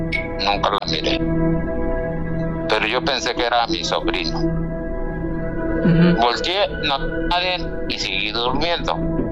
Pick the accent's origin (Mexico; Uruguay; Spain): Mexico; Guanajuato; now in Chicago, United States; Desde Chicago. Bueno, yo soy de Guanajuato, pero ahorita con Chicago